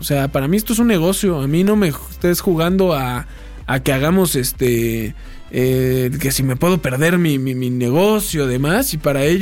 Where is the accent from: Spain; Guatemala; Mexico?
Mexico; somos mexicanos